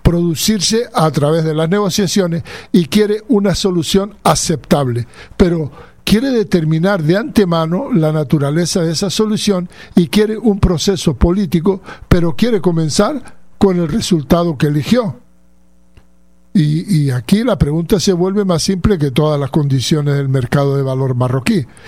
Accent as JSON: {"language": "Spanish", "country": "Western Sahara", "said": "Los saharauis no tenemos nada que... Cada pueblo tiene su idiosincrasia, y no somos marroquíes"}